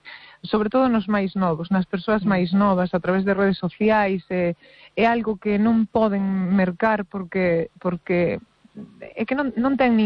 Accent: Burela, Galicia, Spain; compañeiros e compañeiras de con pais e nais de Cabo Verde que les xa naceron en Burela e para min pues, son de Burela igual que son eu.

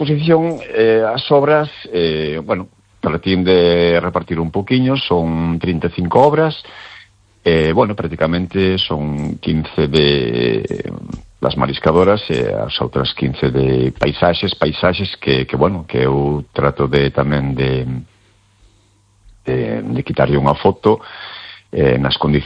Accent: Vilagarcía de Arousa, Galicia, Spain; eu son daqui de Vila García, donde lógicamente máis tempo teño e donde máis me movo

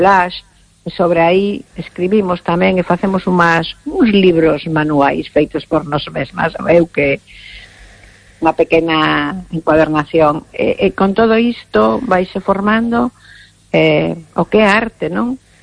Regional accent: Pontevedra, Galicia, Spain; Galician is a second language; e cando puiden vir para Galicia, que son de Pontevedra, o primeiro que fixen foi aprender o galego que non sabía, unha escola de idiomas

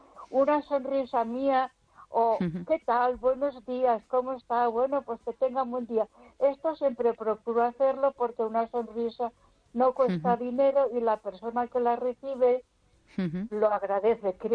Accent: Ponferrada, Castile and León, Spain

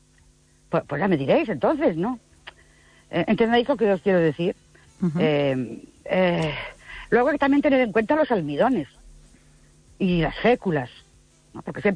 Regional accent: Ourense, Galicia, Spain; de Orense otra vez.

